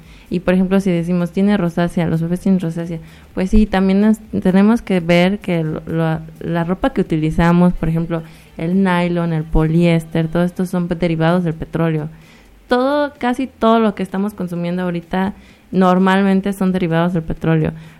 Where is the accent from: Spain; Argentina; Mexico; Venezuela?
Mexico; Tlaxcala; yo soy de Tlaxcala